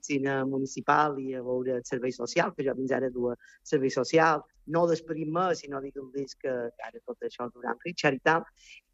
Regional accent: Sa Pobla, Balearic Islands, Spain; moved away as an adult; now in Sant Joan, Spain; som d'origen poble, ¿vale? Som de la poble, i venir, quan vaig venir a viure a Sant Joan me va fer recordar el meu poble quan jo era petita

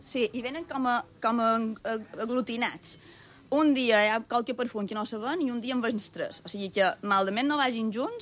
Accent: Felanitx, Balearic Islands, Spain; ja som de Porto Colom i Felanitx, que ha estat el meu poble tota la vida, és un poble mort.

